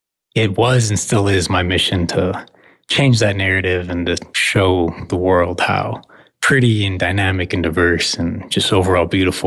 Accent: Barrow, Alaska, United States; I'm 29 years old. I was born and raised, currently live in and work out of Barrow, Alaska.

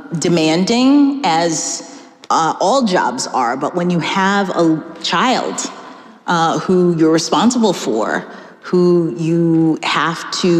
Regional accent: Miami, Florida, United States; moved away as an adult; also born or lived in Washington, D.C.; he was from Boston and I was from Miami, and we said we'll live in Washington, D.C.

